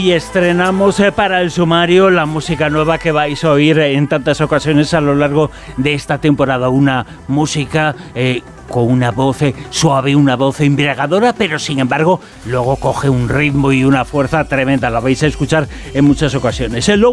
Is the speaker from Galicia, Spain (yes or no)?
yes; Galicia, Spain; Es que soy gallego. Bueno, es que somos muchos gallegos hoy aquí.